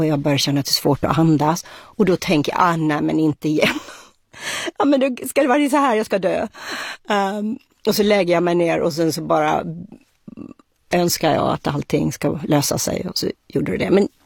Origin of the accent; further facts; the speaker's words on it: Sweden; moved away as an adult; jag kom ju då från Sverige